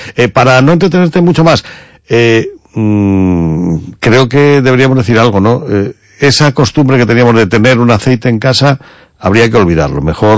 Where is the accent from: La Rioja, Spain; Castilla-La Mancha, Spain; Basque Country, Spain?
Castilla-La Mancha, Spain; soy muy de Cornicabra, pero por mi origen, ¿no? Por mi origen castellano-manchego